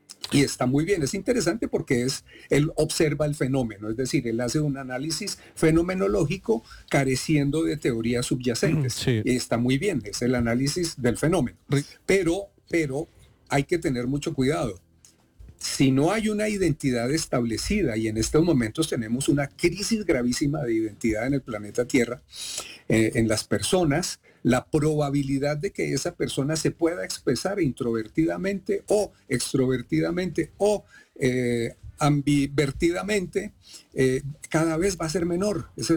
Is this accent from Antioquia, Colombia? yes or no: no; Bogotá, Colombia; Yo soy Rolo Chapineruno Ala, pero además soy colombiano y soy colombiano y pertenezco y me miran como colombiano aquí y como Rolo Chapineruno.